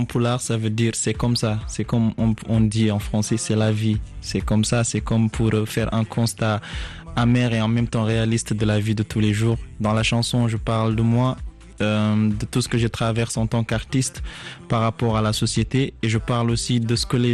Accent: Nouadhibou, Dakhlet Nouadhibou, Mauritania; moved away; Oui, je viens de Ouagadougou, la capitale économique de la Mauritanie.

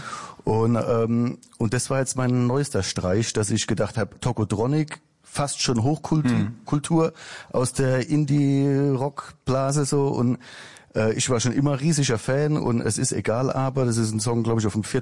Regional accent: Kurpfalz, Germany; accent: Kurpfälzisch; now in Mannheim, Germany; Ja, also ich glaube, es ist pfälzisch, aber die Pfalz da ist groß irgendwie, da streiten sich auch wieder alle. Und aber ich komme jetzt speziell aus der Kurpfalz.

